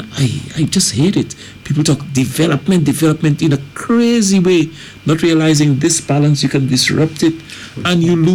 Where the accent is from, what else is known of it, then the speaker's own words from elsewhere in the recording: Gros Islet, St. Lucia; I remember growing up in Grosley in the Bellevue area